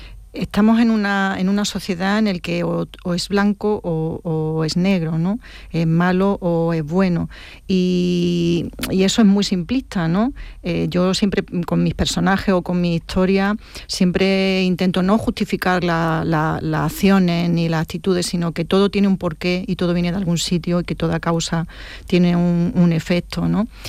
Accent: Andalusia, Spain; se me da en mi tierra, en Andalucía

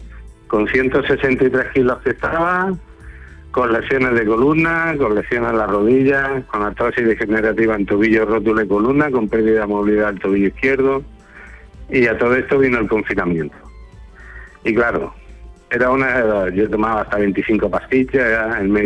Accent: Granada, Andalusia, Spain; now in San Fernando, Spain; No, de Granada, pero que añadía la aducción, como digo yo. Y vivo aquí en San Fernando.

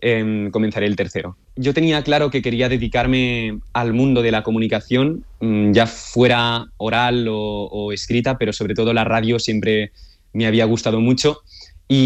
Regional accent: Olot, Catalonia, Spain; Yo nací en Olot, una pequeña ciudad del norte de España, y ya desde bien pequeñito, cuando tenía 7 años

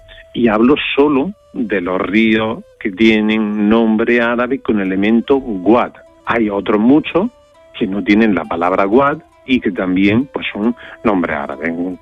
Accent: Andalusia, Spain; por lo menos en mi pueblo de pequeño, en Jaén, había se hablaba y se conocía el término de azacán

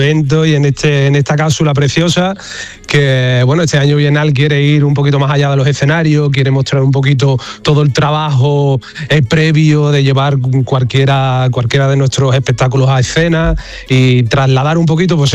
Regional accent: Coria del Río, Andalusia, Spain; Coria del Río, sí, que soy oriundo de ahí

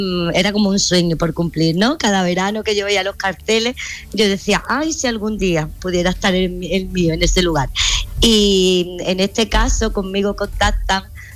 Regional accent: Seville, Andalusia, Spain; Bueno, perdona, yo soy de Sevilla.

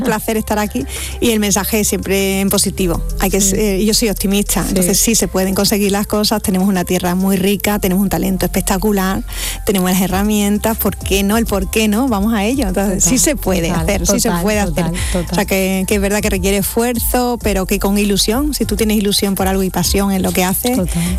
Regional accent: Andalusia, Spain; nosotros somos andaluces.

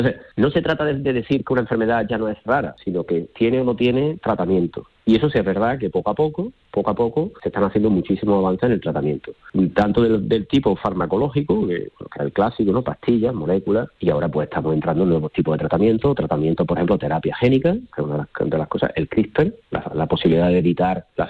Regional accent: Córdoba, Andalusia, Spain; born there; now in Seville, Spain; soy catedrático de la Universidad Pablo Olavide, cordobés de nacimiento, vivo en Sevilla

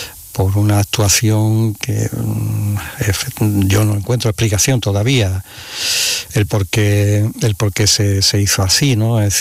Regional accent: San Fernando, Andalusia, Spain; moved away as an adult; Y con 18 años, como la inmensa mayoría de mis compañeros de promoción en aquel entonces, pues tuvimos que salir fuera de San Fernando a formarnos

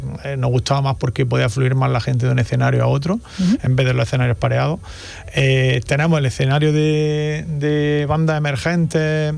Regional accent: Almería, Andalusia, Spain; nosotros somos también entre almerienses

